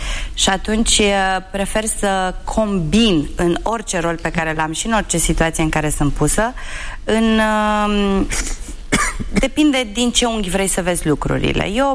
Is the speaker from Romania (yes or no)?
yes; Drobeta-Turnu Severin, Mehedinți County, Romania; born or raised there; moved away as an adult; now in Bucharest, Romania